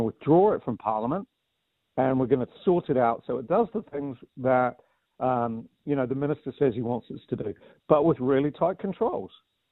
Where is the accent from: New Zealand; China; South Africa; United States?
New Zealand; also born or lived in England; I'm Pākehā. I was born in England. I grew up in New Zealand